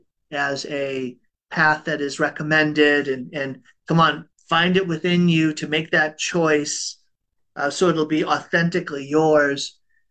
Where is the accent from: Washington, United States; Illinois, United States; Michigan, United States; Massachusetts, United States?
Massachusetts, United States; Boston; I grew up in Boston, and I think they're called, I don't know if you have this phrase out here, blue laws.